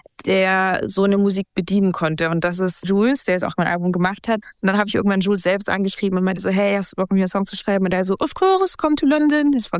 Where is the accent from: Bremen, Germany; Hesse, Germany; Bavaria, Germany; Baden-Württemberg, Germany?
Baden-Württemberg, Germany; Ravensburg; Wir spielen ja jedes Jahr in meiner Heimatstadt im Konzerthaus.